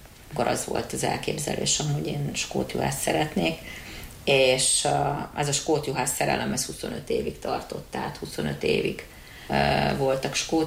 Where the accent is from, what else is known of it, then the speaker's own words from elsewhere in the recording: Budapest, Hungary; born there; moved away as an adult; also born or lived in Szigetszentmiklós; now in Kerecsend, Hungary; én Budapesten születtem, én ott is a Sziget-Szent Miklóson is éltem